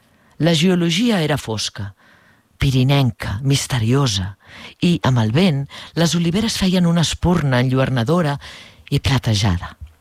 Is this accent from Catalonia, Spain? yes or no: yes; Palafrugell, Catalonia, Spain; also born or lived in Cadaqués; Cadaqués, on vivia, i Palafrugell, el meu poble natal